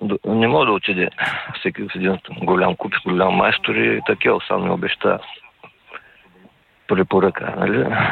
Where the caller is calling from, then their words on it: Ruse, Ruse Province, Bulgaria; съм от Русе